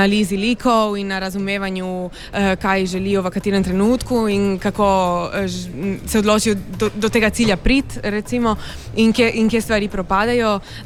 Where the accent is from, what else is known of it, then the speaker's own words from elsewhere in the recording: Trieste, Friuli-Venezia Giulia, Italy; lahko pa se vedno opredelim kot Tržačanka, predvsem. In to specifično Tržačanka, ne pa Triestina.